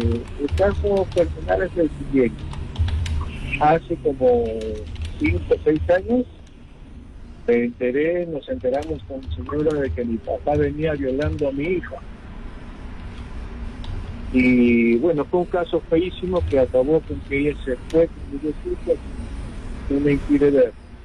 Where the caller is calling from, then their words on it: Chiclayo, Lambayeque, Peru; Te saluda … de Chiclayo.